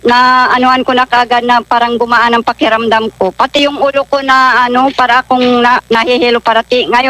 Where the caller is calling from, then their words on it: Puerto Princesa, Mimaropa, Philippines; Ito po sa Puerto Princesa, Palawan.